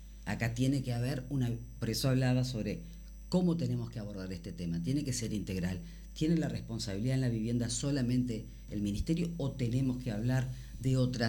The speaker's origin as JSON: {"language": "Spanish", "region": "Paysandú", "country": "Uruguay", "tie": "born or raised there", "moved": "yes", "lives_now": "Salto, Uruguay", "said": "yo soy oriunda de Paysandú"}